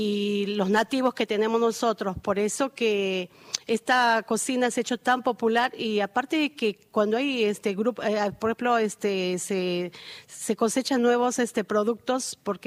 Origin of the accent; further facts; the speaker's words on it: Tarma, Junín, Peru; las regiones de acá se asemejan a mi país, a donde yo nací. Yo soy del departamento de Junín, provincia de Tarma. Entonces también tiene como estas regiones